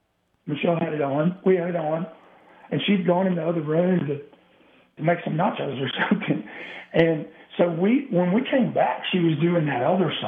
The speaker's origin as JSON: {"language": "English", "region": "Texas", "country": "United States", "also_born_or_lived": "Oklahoma", "lives_now": "Nashville, United States", "said": "we're kind of from Texas individually, Texas, Oklahoma, but came here to Nashville to kind of form things."}